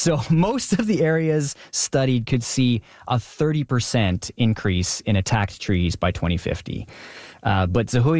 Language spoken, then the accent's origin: English; Prince George, British Columbia, Canada; So as a kid growing up in my hometown of Prince George, I just remember looking around and just watching as all these trees died